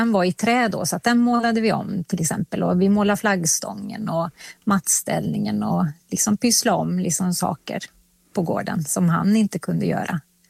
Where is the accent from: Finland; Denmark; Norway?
Finland; now in Sweden; Och sen, ja, nu är jag liksom, ja, men jag är finsk. Men jag bor i Sverige, så att jag liksom försöker ändå att ta vara på liksom och fortsätta åka till Finland.